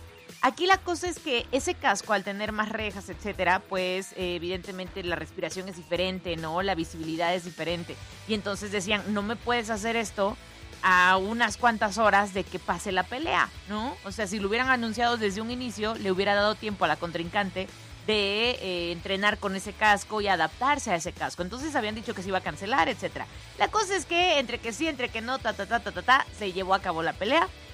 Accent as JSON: {"language": "Spanish", "town": "Izúcar de Matamoros", "region": "Puebla", "country": "Mexico", "said": "Yo también soy de Izúcar de Matamoros. Nada más que aquí al aire, enfrente del micrófono, pues no hablo como mixteca, ¿verdad?"}